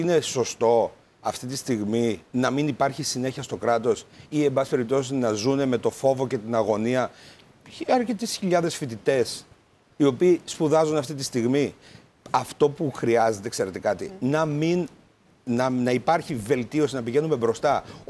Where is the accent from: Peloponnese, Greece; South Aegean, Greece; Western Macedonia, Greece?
Western Macedonia, Greece; Florina; Εγώ είμαι από τη Φλόρινα.